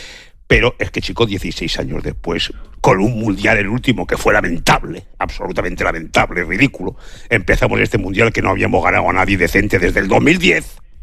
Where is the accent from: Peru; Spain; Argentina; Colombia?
Spain; Todas estas mierdas que a mí me irritan como ciudadano español.